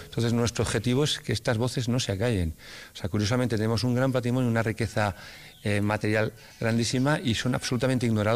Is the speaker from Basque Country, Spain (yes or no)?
yes; Laguardia, Basque Country, Spain; músico, afincado en La Guardia, y también soy una persona muy que tiene un gran afecto por el patrimonio musical de mi tierra, que es no solo La Guardia, sino Río Jalavesa y por extensión Álava.